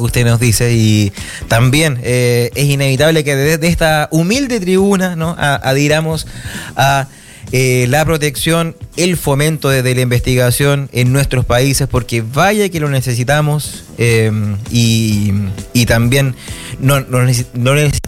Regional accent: Valdivia, Los Ríos, Chile; born there; me encanta el invierno, nací en Valdivia

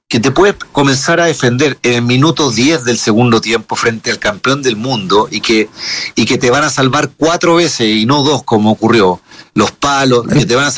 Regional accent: Argentina; yo como comentarista argentino

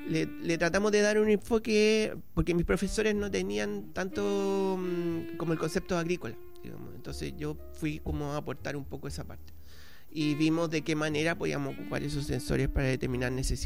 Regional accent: Chile; moved away as an adult; also born or lived in Washington, United States

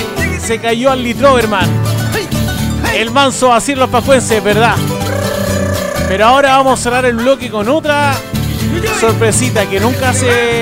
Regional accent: Chile; ¿Somos chilenos o no somos chilenos?

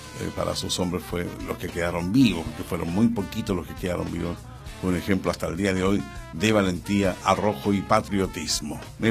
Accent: Valparaíso, Chile; hoy día tenemos nosotros como porteños la posibilidad de tener este monumento a Pratt

